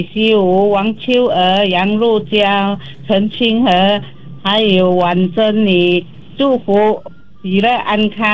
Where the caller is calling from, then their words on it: Kuala Lumpur, Malaysia; 我是吉隆坡的